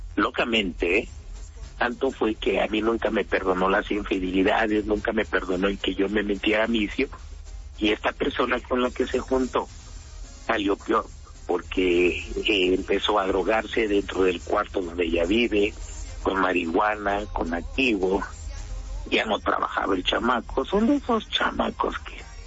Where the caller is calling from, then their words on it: Los Reyes La Paz, State of Mexico, Mexico; Yo vivo en Los Reyes La Paz.